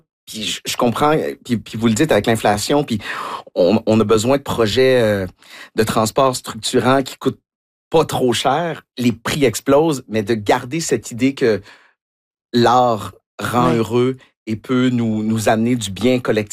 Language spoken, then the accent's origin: French; Quebec City, Quebec, Canada; moi, je viens de Québec, puis à chaque fois que je viens travailler à Longueuil, je vis au Novia, qui est tout près du métro Longueuil